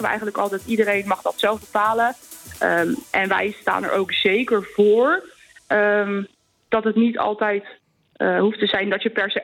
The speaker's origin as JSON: {"language": "Dutch", "area": "Westland", "region": "South Holland", "country": "Netherlands", "said": "Ik kom bijvoorbeeld zelf oorspronkelijk uit het Westland."}